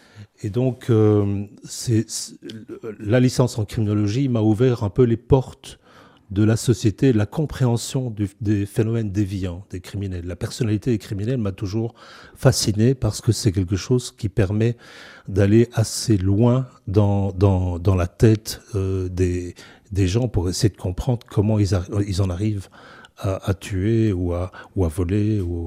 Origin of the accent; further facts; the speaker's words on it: Ohain, Wallonia, Belgium; J'ai grandi dans le Brabant wallon, dans un village qui s'appelait Ohain, qui a été rattaché à la commune de Lannes maintenant.